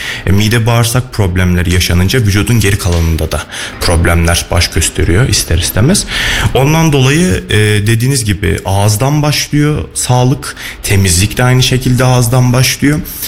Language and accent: Turkish; Kayseri, Turkey; Kayserliyim aslen. Aynen, aslen Kayserliyim. İlk ve orta öğretimimi Kayseri'de tamamladım.